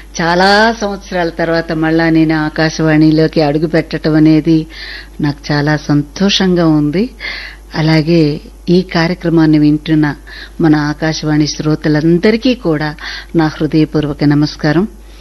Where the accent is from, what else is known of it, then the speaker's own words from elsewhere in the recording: Vijayawada, Andhra Pradesh, India; also born or lived in Kanchikacherla; నా బాల్యం అంటే నేను పుట్టింది పెరిగింది అంతా విజయవాడ అండి.